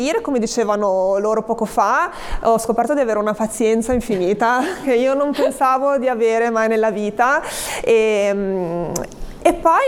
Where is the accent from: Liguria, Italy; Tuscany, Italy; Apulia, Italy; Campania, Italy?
Liguria, Italy; Genoa; perché noi siamo di San Pier d'Arena, dovremmo andare a Molassana.